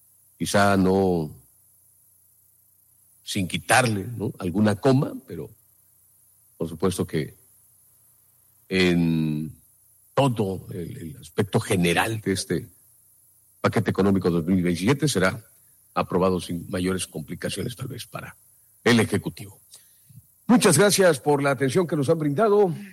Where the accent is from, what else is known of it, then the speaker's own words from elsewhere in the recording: Mexico; Estamos muy pronto, ya muy poco de celebrar juntos como mexicanos la noche del grito de independencia